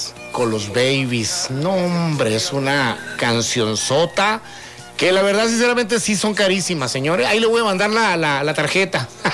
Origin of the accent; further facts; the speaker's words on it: Mexico; Fíjate que sí tengo, soy mexicano.